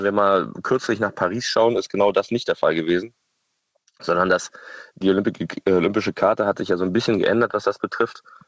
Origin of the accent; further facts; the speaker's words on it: Berlin, Germany; ich bin Berliner